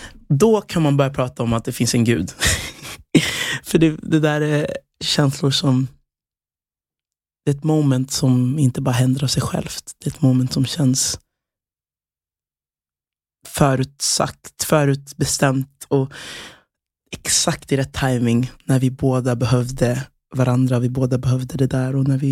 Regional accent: Nora, Örebro County, Sweden; born there; also born or lived in Västerås; det var i Nora utanför Örebro. Det var där jag växte upp som längst då, i Sverige. De åren, och de åren i Västerås där jag bodde också.

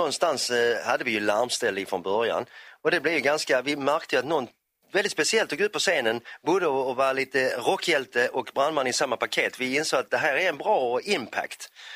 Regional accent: Helsingborg, Skåne, Sweden; Vi är från Helsingborg, hela klanen.

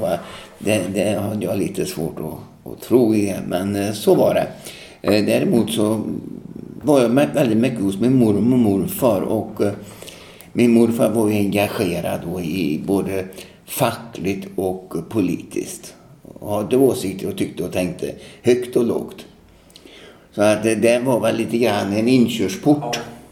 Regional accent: Tidaholm, Västra Götaland County, Sweden; Jag växte upp i Tidaholm, ja, det är ju en...

